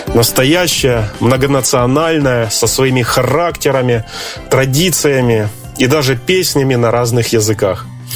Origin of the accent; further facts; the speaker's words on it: Krasnodar Krai, Russia; now in Saint Petersburg, Russia; даже находясь за 2000 километров от моей малой родины, я имею возможность выйти в эфир любимой радиостанции «Казак ФМ». Сейчас я в Санкт-Петербурге